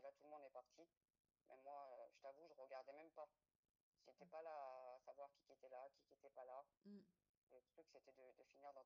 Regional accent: France

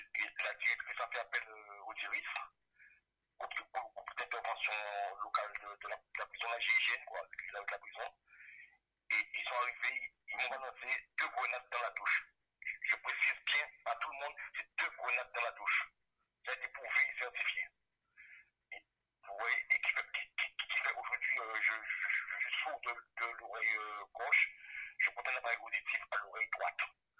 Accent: Guadeloupe; now in France; moi je suis un Guadeloupéen et j'ai le mental.

